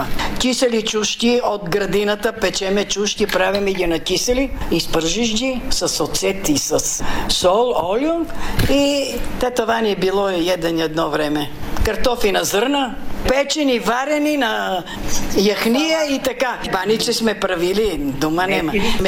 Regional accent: Vidin Province, Bulgaria; Родена съм в Белоградчишко село на 12 км Паравуш.

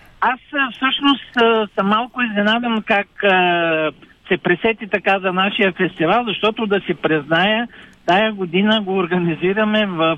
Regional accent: Kazanlak, Stara Zagora Province, Bulgaria; moved away as an adult; also born or lived in Plovdiv; now in Canada; Аз вече 25 години съм в Канада, да, но съм от Казанлък.

